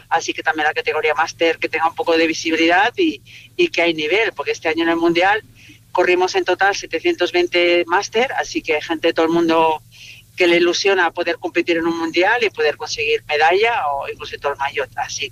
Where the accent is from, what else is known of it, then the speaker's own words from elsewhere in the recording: Menorca, Balearic Islands, Spain; moved away as an adult; now in Asturias, Spain; yo llevo más de 20 años en Asturias, porque yo me dediqué al mundo del ciclismo profesional y al final yo soy de Menorca y Menorca es una isla pequeña que te limita